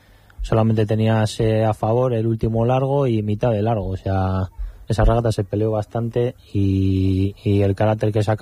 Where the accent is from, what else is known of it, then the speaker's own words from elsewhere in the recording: Castro Urdiales, Cantabria, Spain; todos somos de Castro